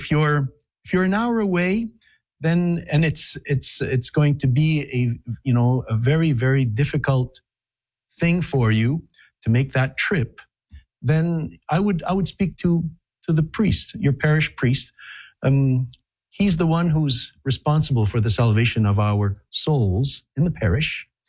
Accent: Chicoutimi, Quebec, Canada; I'm French Canadian. I'm actually from a place called Saguenay, Lake St. John, a city called Chicoutimi, north of Quebec City.

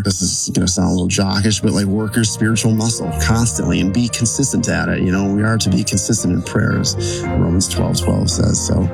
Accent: Orchard Park, New York, United States; I'm from Orchard Park, New York.

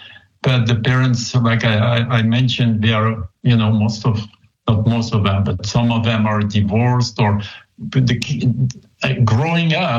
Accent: France; moved away as an adult; also born or lived in Columbus, Nebraska; coming from France to Columbus, Nebraska was an experience.

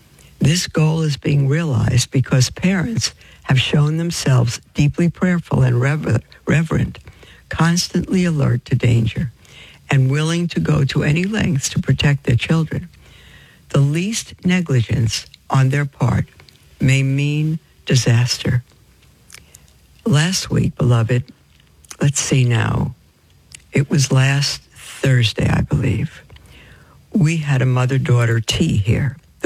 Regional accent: Brooklyn, New York, United States; when I was growing up in Brooklyn in my Jewish home, we didn't get rewards for doing things.

